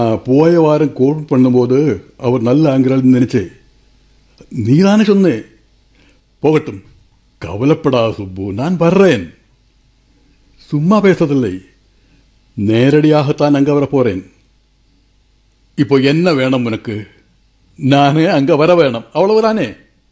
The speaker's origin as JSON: {"language": "Malayalam", "town": "Palakkad", "region": "Kerala", "country": "India", "tie": "born or raised there", "said": "Just for one week. തനിക്ക് ഇഷ്ടപ്പെടുന്ന കുറച്ചൊക്കെ എന്റെ നാട്ടിലുണ്ടടൂ."}